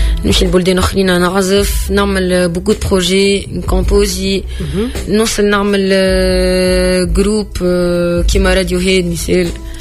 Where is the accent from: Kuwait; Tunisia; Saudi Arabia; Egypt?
Tunisia; بلادنا تونس